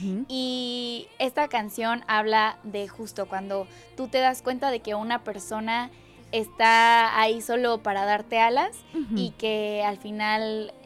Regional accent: Mexico; soy una cantante mexicana

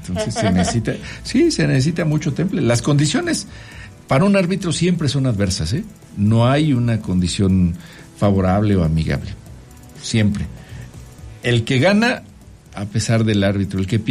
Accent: Mexico

